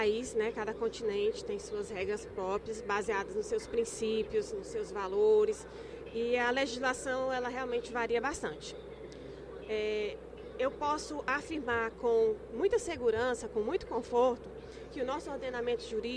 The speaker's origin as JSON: {"language": "Portuguese", "region": "São Paulo", "country": "Brazil", "moved": "yes", "lives_now": "Ceará, Brazil", "said": "Eu sou paulista, mas eu tenho família, né? Meus pais são cearenses, então eu me considero cearense."}